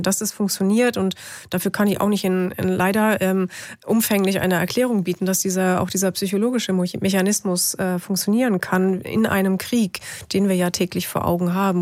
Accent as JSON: {"language": "German", "region": "West Germany", "country": "Germany", "said": "Ich komme aus Westdeutschland."}